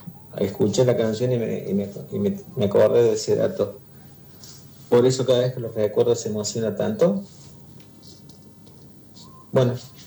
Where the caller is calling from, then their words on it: Argentina; … de Barrio Matinson.